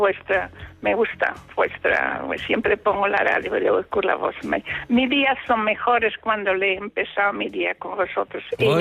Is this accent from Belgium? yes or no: yes; Antwerp, Flanders, Belgium; moved away as an adult; now in Spain; yo he nacido en Bélgica, soy de Bélgica, pero con 28 años vino a vivir en España. Ahora tengo la nacionalidad española porque llevo aquí 57 años.